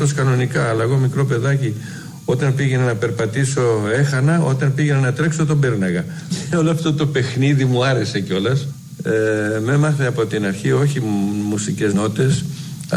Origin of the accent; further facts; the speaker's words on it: Thebes, Central Greece, Greece; born there; Εγώ γεννήθηκα στη Θήβα.